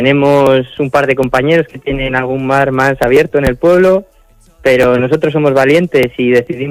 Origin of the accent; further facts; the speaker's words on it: Belinchón, Castilla-La Mancha, Spain; moved away as an adult; also born or lived in Cuenca; now in Albacete, Spain; somos de Belinchón, llevamos toda la vida viviendo allí, nacimos allí y queremos seguir viviendo allí. En el caso de mi hermano, aún no ha salido de casa. Yo sí que he vivido en Cuenca 3 años, ahora estoy en Albacete porque sigo estudiando en la universidad.